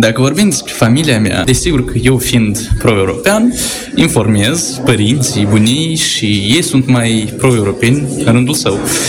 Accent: Chișcăreni, Sîngerei District, Moldova

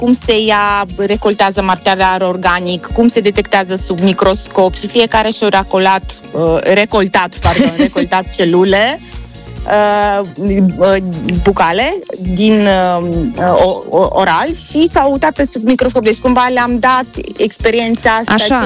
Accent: Bălți, Moldova; moved away as an adult; now in Cluj-Napoca, Romania; Da, eu sunt din Republica Moldova, mulțumesc de întrebare. Am crescut la Bălți, am copilărit acolo, am venit la facultate la Cluj

